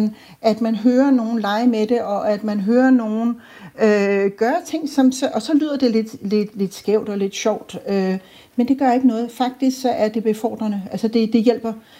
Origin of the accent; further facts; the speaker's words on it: Albertslund, Capital Region of Denmark, Denmark; voksede op i den del af Danmark, hvor man, hvis man havde en ordentlig antenne, kunne høre svensk. Jeg er fra Albertslund